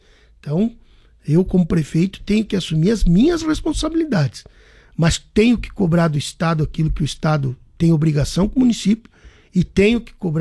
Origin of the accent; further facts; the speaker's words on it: Chapecó, Santa Catarina, Brazil; born there; sou nascido aqui em Chapecó, então com muito mais orgulho de ser prefeito da minha cidade.